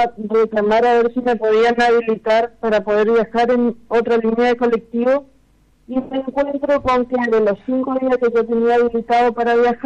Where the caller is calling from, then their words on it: Resistencia, Chaco, Argentina; Yo soy docente, soy de acá de Resistencia.